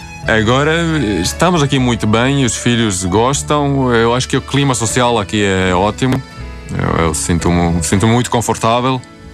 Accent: Helsinki, Uusimaa, Finland; Portuguese is a second language; moved away as an adult; also born or lived in Tampere; Eu vivi em Helsinki, onde nasci, mas também em Tampere e em algumas cidades mais pequenas.

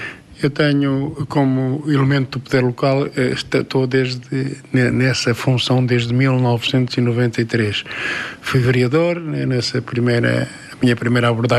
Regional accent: Aveiro, Centro, Portugal; born there; also born or lived in Porto; now in Amarante, Portugal; eu nasci em Aveiro, vivi no Porto até 1988, na faculdade, fui trabalhei no Santo António, vim para aqui

